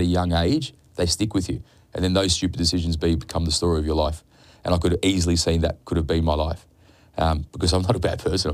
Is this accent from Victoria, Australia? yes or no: yes; Deer Park, Victoria, Australia; In primary school, I thought Maltese were the majority people because I grew up in Deer Park, went to a Catholic primary school.